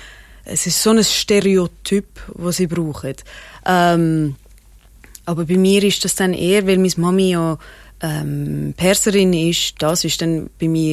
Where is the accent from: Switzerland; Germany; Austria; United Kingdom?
Switzerland; accent: Swiss German; dass ich zum Beispiel Schweizerdeutsch rede und von da bin